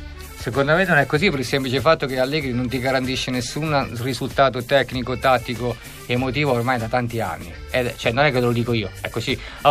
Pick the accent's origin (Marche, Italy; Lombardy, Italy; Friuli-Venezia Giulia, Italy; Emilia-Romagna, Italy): Marche, Italy; Acquaviva Picena; Acquaviana, che è una squadra che gioca in seconda categoria Marche, il mio paesino